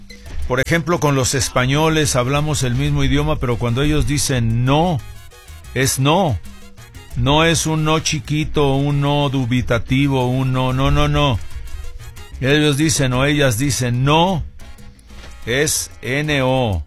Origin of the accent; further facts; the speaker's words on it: Mexico; No nos cuesta mucho y podemos ganar mucho como mexicanos y con nuestro autoestima por todo lo alto y justificadamente.